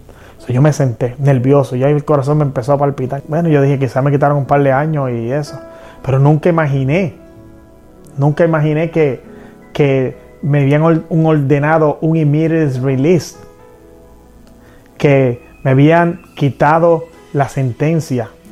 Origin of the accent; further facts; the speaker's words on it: Cuba; empezaron a caer muchas lucecitas encima de mí como cubano